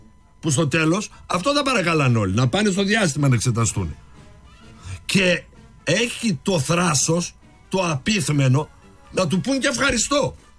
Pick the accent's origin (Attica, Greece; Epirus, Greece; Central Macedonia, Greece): Central Macedonia, Greece; Thessaloniki; που λένε στο χωριό μου στη Θεσσαλονίκη.